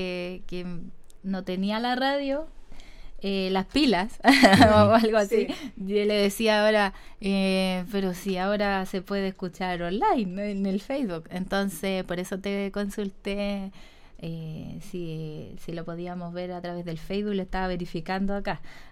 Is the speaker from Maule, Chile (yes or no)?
yes; Longaví, Maule, Chile; los longavianos